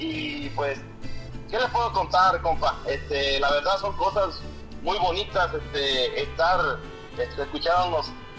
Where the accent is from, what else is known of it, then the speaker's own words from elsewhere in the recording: Nayarit, Mexico; born there; nació en 1974. En el estado de Nayarit, México, cerquita de Puerto Vallarta. Somos costeños.